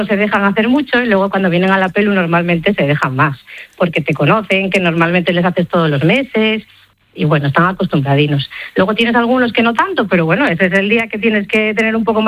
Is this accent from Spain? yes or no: yes; Asturias, Spain; also born or lived in Barcelona